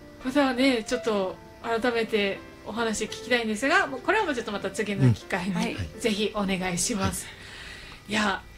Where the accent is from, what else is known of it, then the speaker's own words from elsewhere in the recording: Amami Oshima, Kagoshima, Japan; ここで生まれ育ったことはすごくなんか誇りだなと思いますし